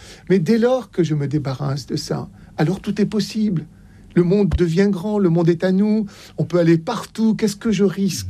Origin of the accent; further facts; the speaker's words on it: Oran, Oran Province, Algeria; born there; Je suis né à Oran.